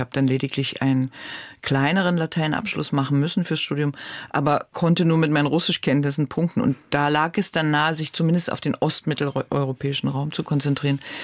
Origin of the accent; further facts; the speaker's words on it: Berlin, Germany; Ich bin an der Mauer groß geworden.